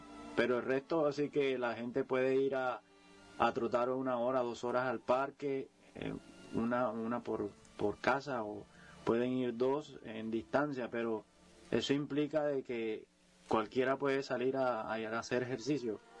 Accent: Montería, Córdoba, Colombia; moved away as an adult; now in London, United Kingdom; Hoy quisiera estar en el barrio de La Granja, compartiendo con mi esposa, mi niño, mis amigos, jugar esas partidas, pero lamentablemente estoy lejos de mi tierra

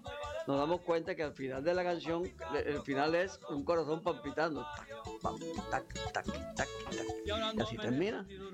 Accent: Córdoba, Colombia; esta tierra, porque es que el sinú

